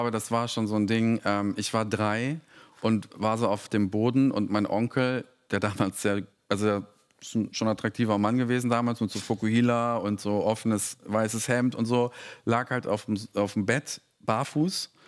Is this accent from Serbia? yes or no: yes; Serbia; ich komme aus Serbien. Wir sind sehr konservativ, was sagt deine Familie?